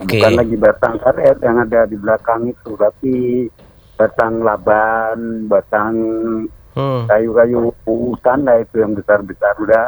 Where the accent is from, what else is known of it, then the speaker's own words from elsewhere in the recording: Medan, North Sumatra, Indonesia; Nah, saya memang dari Medan dulu, memang khusus ke sini, memang saya yang anggota dulu itu PT Telagasari.